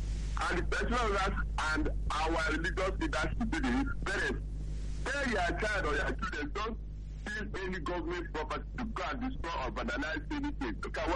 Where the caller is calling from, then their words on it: Niger State, Nigeria; from Aristide, Niger State.